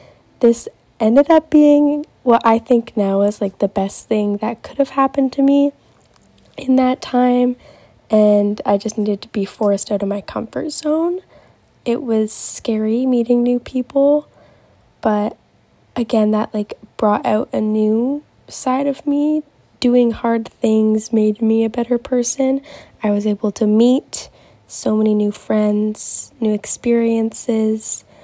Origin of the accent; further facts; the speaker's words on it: Maple Ridge, British Columbia, Canada; As before, when I grew up in Maple Ridge, they were mostly all my childhood